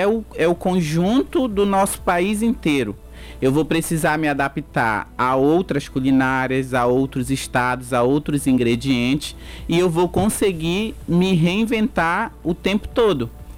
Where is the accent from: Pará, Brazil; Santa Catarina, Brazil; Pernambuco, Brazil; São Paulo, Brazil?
Pará, Brazil; now in Macapá, Brazil; Eu vim do interior do Pará, então a minha realidade era completamente diferente de hoje, né?